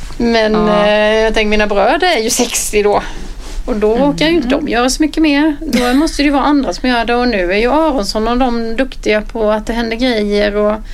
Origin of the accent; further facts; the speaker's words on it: Rataryd, Kronoberg County, Sweden; Ja, det är ju mitt hem, höll jag på att säga. Det är ju där jag kommer ifrån och där jag känner mig som mest trygg.